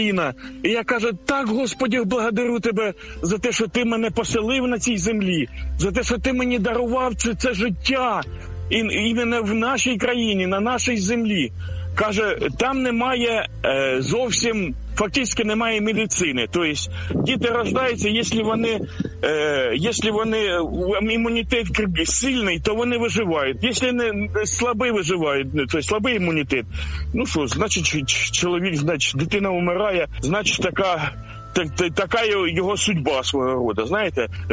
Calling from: Kharkiv, Kharkiv Oblast, Ukraine; я із Харкова вас безпокою.

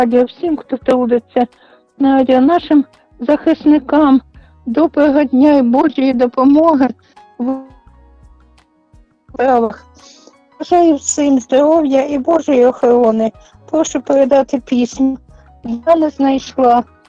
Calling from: Pivdenne, Kharkiv Oblast, Ukraine; Я з Харківської області телефоную. Невеличке містечко тут є, Південне, недалеко від Харкова.

